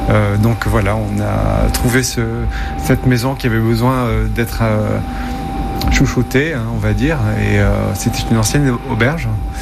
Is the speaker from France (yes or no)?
yes; Ajaccio, Corsica, France; also born or lived in London / Paris; Je suis né à Ajaccio, j'ai grandi là-bas. Je suis parti pas mal d'années ensuite à Londres et Paris pour faire mes études et ensuite travailler dans le milieu de la mode.